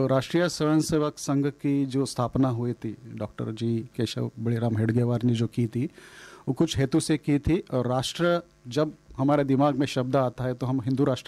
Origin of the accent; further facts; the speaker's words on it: Mumbai, Maharashtra, India; now in Sydney, Australia; और मैं मूलतः सचिन तेंदुलकर के जगह से आता हूँ जो मुंबई महाराष्ट्र है।